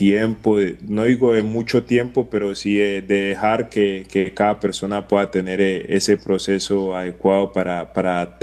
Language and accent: Spanish; Cali, Valle del Cauca, Colombia; Soy caleño y me encanta la salsa